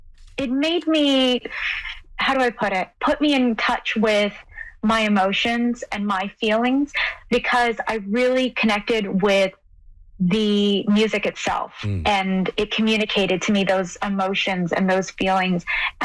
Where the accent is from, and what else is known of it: Guelph, Ontario, Canada; born or raised there